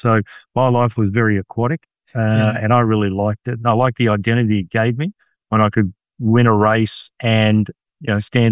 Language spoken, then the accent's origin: English; Rockhampton, Queensland, Australia; So, yeah, I grew up in Rockhampton, Des, and I've got two brothers and two sisters.